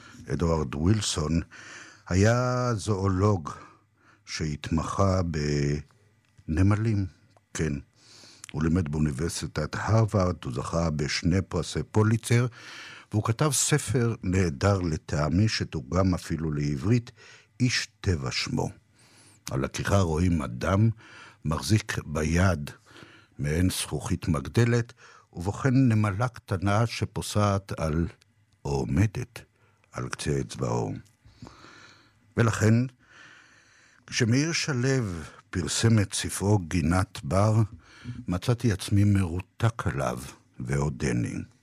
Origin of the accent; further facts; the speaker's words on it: Herzliya, Tel Aviv District, Israel; ביתי כילד בהרצליה היה מוקף שדות ומאחוריהם פרדסים.